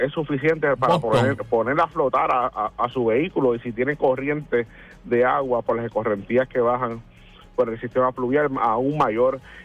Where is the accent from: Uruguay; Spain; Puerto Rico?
Puerto Rico; usted y yo, como puertorriqueños que vivimos en esta isla tropical